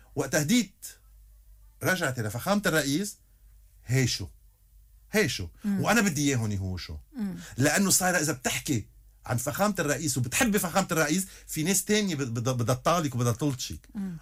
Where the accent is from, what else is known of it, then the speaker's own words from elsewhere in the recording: Lebanon; أنا لبناني، أنا حامل 17 طايفة على كتافي.